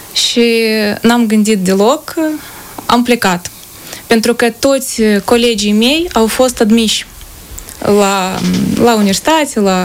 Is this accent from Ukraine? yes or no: yes; Ukraine; Dacă pe scurt, m-am născut în Ucraina, pe malul Mării Negre. Am terminat o școală, am învățat în limba ucraineană. Dar în țara mea n-am avut succes să fiu admisă la nicio universitate.